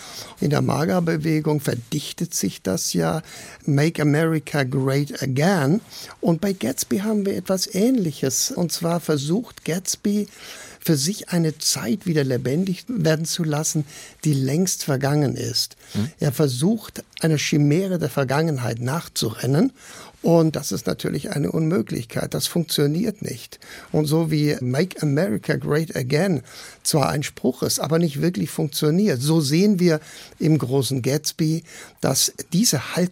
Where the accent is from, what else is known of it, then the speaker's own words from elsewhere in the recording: South Germany, Germany; Ich bin in Süddeutschland groß geworden.